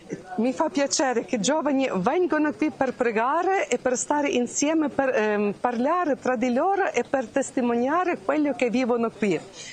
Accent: Ukraine; proveniamo dall'Ucraina

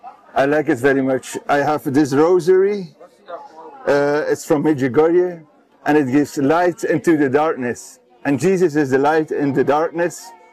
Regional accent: Flanders, Belgium; I'm also from Belgium. You see, Westhoek. It's a little part in Belgium after a little river.

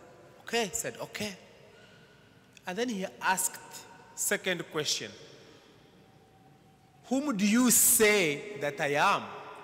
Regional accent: Uganda; moved away; I'm from Uganda, and I'm learning Spanish.

